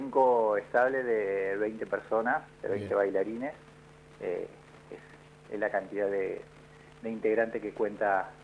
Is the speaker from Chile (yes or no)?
no; Argentina; nuestra esencia como argentino de raíz